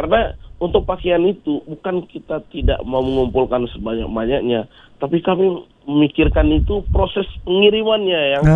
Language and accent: Indonesian; East Nusa Tenggara, Indonesia